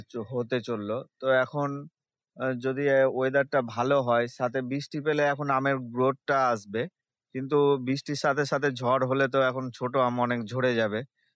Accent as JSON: {"language": "Bangla", "town": "Malda", "region": "West Bengal", "country": "India", "said": "আমার বাড়ি মালদার সাহাপুর নিত্যানন্দপুর এরিয়াতে।"}